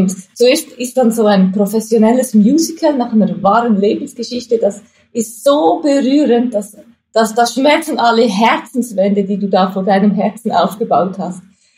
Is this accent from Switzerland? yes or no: yes; Switzerland; accent: Swiss German; moved away as an adult; now in Hamburg, Germany; Ist mein Schweizerdeutsch, Hochdeutsch so ein bisschen geblieben